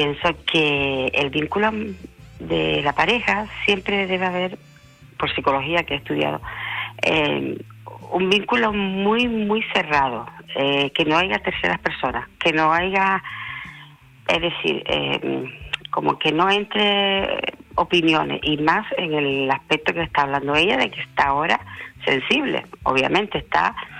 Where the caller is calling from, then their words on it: Canary Islands, Spain; Soy de Gran Canaria